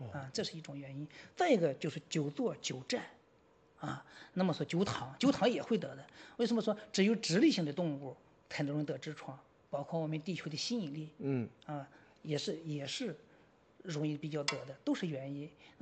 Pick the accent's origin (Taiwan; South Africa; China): China; 我们中国人